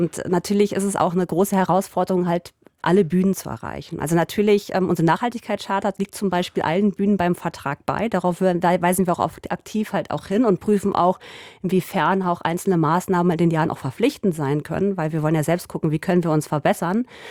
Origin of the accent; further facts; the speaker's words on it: Berlin, Germany; Ich bin sogar in Reinickendorf groß geworden.